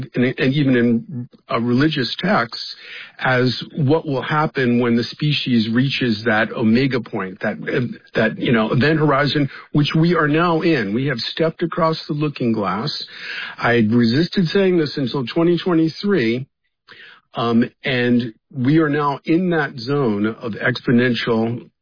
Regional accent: Bronx, New York, United States; And then when I grew up in the Bronx, I grew up listening to the Long John Nimble show

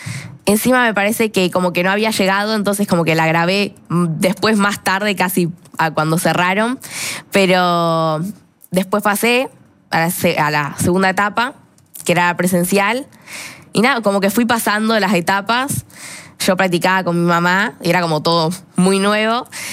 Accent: Magdalena, Buenos Aires Province, Argentina; Yo soy de Magdalena, a 100 kilómetros de acá, provincia de Buenos Aires.

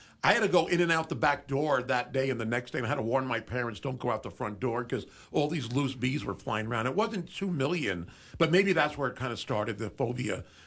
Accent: East Coast, United States; Growing up in the East Coast, you used to get bees all the time.

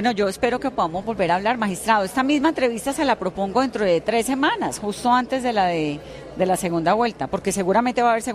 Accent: Colombia; es un tema que por supuesto como colombiana me interesa mucho

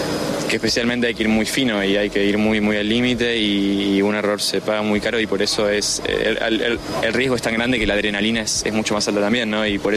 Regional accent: Argentina; demostrar que soy argentino, que estoy muy, muy orgulloso de serlo

